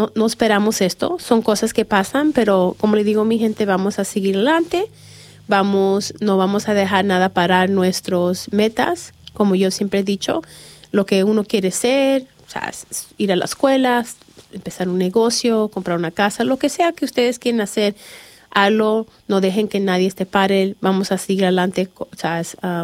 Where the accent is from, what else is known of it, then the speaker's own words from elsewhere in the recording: Chicago, Illinois, United States; now in Lexington, United States; yo soy de Chicago, es diferente, ¿verdad? En Chicago podemos estar 20 bajo cero y todavía todo el mundo va a trabajar. Es mucho diferente allá que aquí.